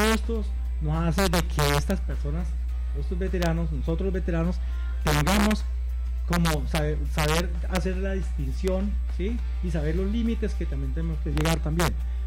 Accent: Colombia; nos unamos como colombianos.

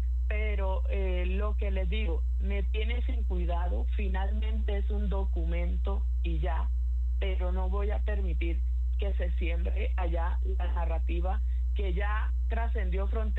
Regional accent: Colombia; instaurarse en Estados Unidos una narrativa como me lo hicieron aquí en Colombia, como lo han instaurado aquí en mi país.

